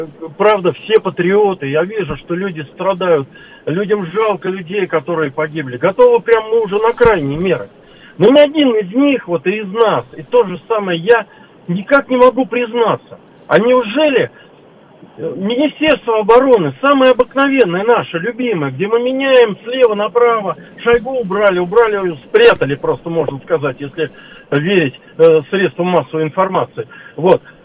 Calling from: Moscow, Russia; я из Москвы.

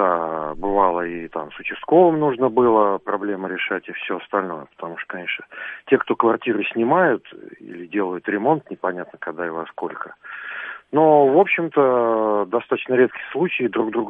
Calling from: Moscow, Russia

